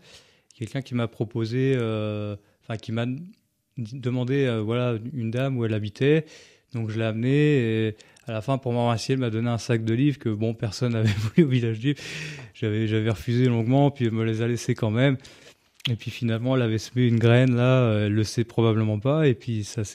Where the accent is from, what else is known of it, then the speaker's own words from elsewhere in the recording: Fontenoy-la-Joûte, Grand Est, France; Ah, moi, je suis né à Fontenoy-la-Joûte, donc j'étais là avant le village du Livre